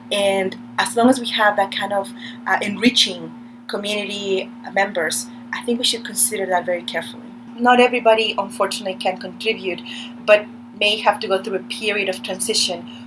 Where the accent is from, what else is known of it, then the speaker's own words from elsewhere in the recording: Pittsburgh, Pennsylvania, United States; my parents decided to move to the United States. So that brought us to Pittsburgh, My siblings and I grew up basically here in Pittsburgh.